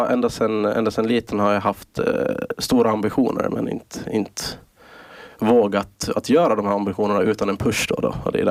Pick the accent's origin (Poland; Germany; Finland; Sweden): Finland; Åland; Så liksom, det är min hemort, det är Åland.